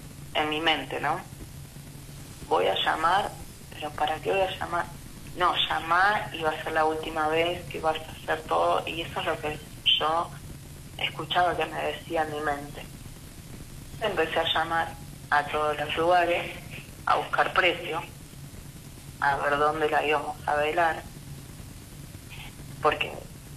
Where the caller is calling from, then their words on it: Chascomús, Buenos Aires Province, Argentina; yo vivo en Chascomús